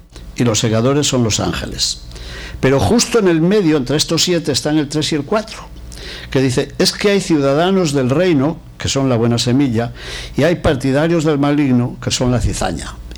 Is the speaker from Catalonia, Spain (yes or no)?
no; Castile and León, Spain; moved away; En mi tierra de León decían el furmiento, un dialecto casi asturiano y gallego.